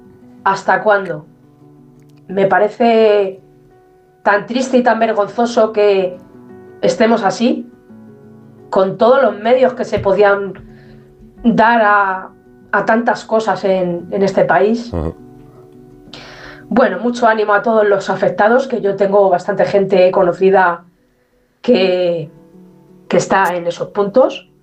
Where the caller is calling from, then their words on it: Fuenlabrada, Community of Madrid, Spain; de Fuenla.